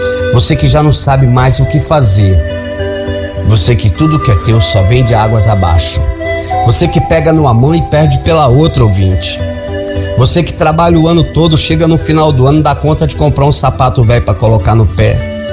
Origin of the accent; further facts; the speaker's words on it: Bahia, Brazil; Sou baiano, sou médium, sou espírita, sou paranormal de nascença.